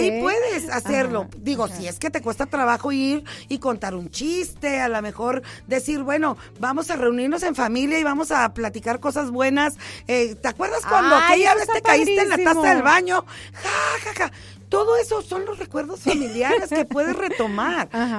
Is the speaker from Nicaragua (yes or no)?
no; Tijuana, Baja California, Mexico; Y yo soy de Tijuana.